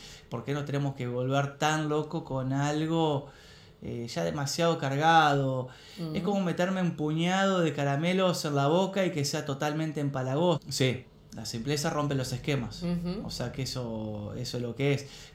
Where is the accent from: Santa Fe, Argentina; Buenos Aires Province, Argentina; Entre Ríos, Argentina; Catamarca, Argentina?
Entre Ríos, Argentina; moved away as an adult; also born or lived in Buenos Aires; Yo me vine de Buenos Aires, o sea, soy entrerriano, pero estudié, trabajé, tanto fuera del país como también en Buenos Aires. Pero me vine a Entre Ríos porque extrañaba algo.